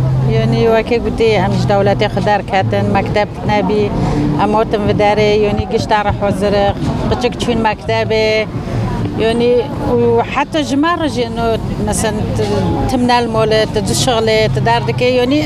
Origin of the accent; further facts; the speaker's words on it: Afrin, Aleppo Governorate, Syria; now in Germany; أنا من سوريا، من عفرين.